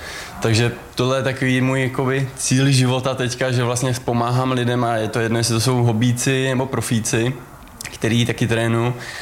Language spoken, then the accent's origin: Czech; Hradec Králové, Hradec Králové Region, Czechia; jsem vlastně z Hradce, jak jsem tady říkal, tak jsem začal tady v Hradeckém Sokole s atletikou jako malej